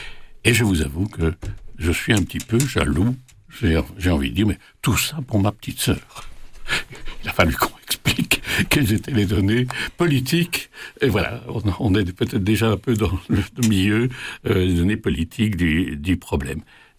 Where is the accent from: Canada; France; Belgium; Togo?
Belgium; Liège, Wallonia; moi, je suis un petit Liégeois qui naît en 1942, en pleine guerre.